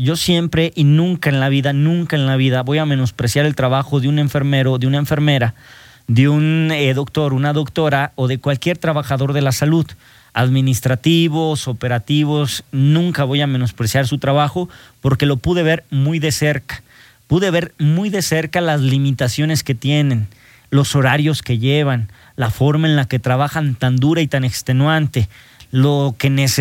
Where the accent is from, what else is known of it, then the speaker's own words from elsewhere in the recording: Ojuelos, Jalisco, Mexico; now in Aguascalientes, Mexico; a mi natal Ojuelos, Jalisco